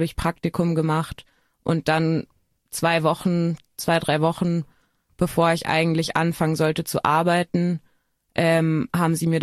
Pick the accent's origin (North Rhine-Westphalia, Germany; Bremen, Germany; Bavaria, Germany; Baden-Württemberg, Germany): Bavaria, Germany; ich komme ja eben aus Bayern und auf dem Dorf